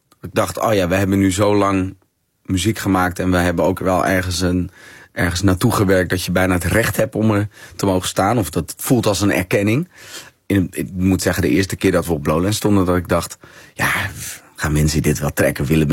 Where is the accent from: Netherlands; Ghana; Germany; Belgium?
Netherlands; De Rijp, North Holland; born there